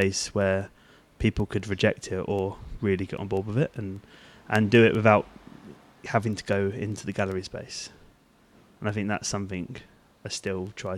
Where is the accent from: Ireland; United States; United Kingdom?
United Kingdom; Hastings, South East England; I grew up in Hastings